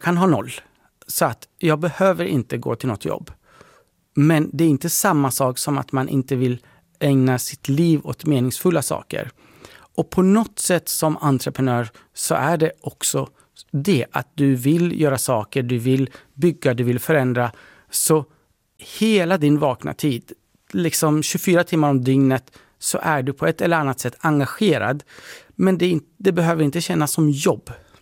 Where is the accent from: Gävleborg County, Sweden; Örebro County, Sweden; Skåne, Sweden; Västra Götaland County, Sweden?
Gävleborg County, Sweden; Gävle; born there; Swedish is a second language; also born or lived in Iran; Jag kom som flykting från Iran till Sverige när jag var 10 år. Och bodde i Gävle.